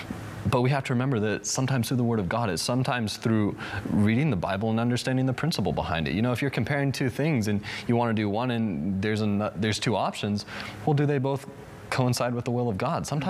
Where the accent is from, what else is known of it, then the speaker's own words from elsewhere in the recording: Texas, United States; this is from a female in Texas, my home state, greatest state in the world